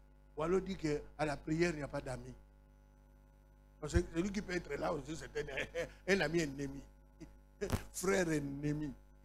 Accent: Kinshasa, DR Congo; Aujourd'hui, chez nous, à Kinshasa, moi je suis de Kinshasa

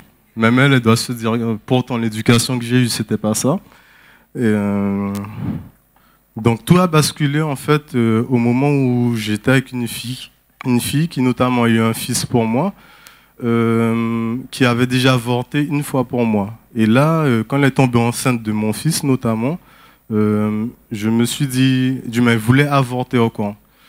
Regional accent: French Guiana, France; born there; Je suis née en Guyane, d'une mère qui est martiniquaise.

